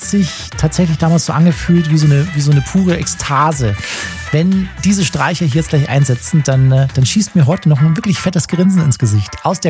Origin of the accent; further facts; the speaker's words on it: Bavaria, Germany; in einem viel zu heißen, vollgestopften Club in Traunstein in meiner Heimat im Chiemgau stand